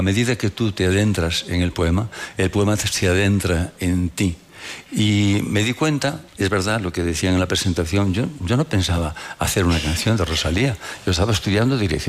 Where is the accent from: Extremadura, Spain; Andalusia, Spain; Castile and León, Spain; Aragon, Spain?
Castile and León, Spain; Porque Castilla, yo soy enamorado de Castilla, pero a mi amigo, El Bierzo, el río Sil, donde aprendiste a nadar, aquel clima, aquellas nieblas